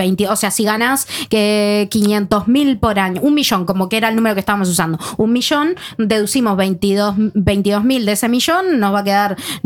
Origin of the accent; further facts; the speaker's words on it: Uruguay; now in Norway; yo como uruguaya